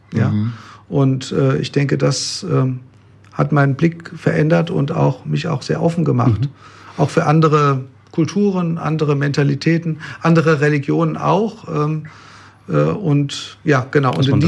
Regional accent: Germany; now in Raunheim, Germany; Meine Frau ist jetzt Äthiopierin, ich bin Deutscher.

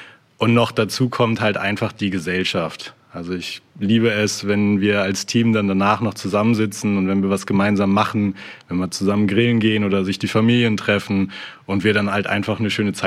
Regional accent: Hamburg, Germany; Also dadurch, dass ich gebürtiger Hamburger bin

